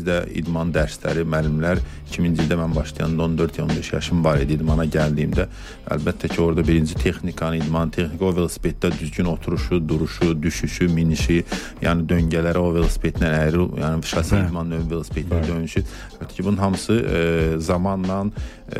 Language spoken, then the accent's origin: Azerbaijani; Fuzuli, Fuzuli District, Azerbaijan; moved away; mən oradan qaçqın düşmüşdüm, özüm Füzulidənəm.